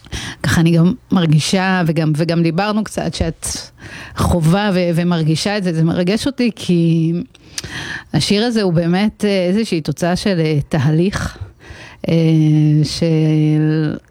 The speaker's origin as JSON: {"language": "Hebrew", "town": "Degania", "region": "Northern District", "country": "Israel", "tie": "born or raised there", "said": "בדגניה, אני אחר כך אגיע להורים שלי כי אני רוצה לפרגן להם היום במיוחד"}